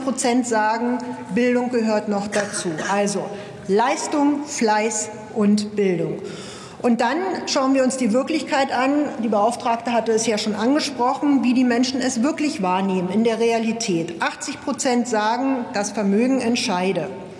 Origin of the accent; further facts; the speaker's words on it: Potsdam, Brandenburg, Germany; born there; moved away as an adult; also born or lived in Munich; Ich bin in Potsdam geboren.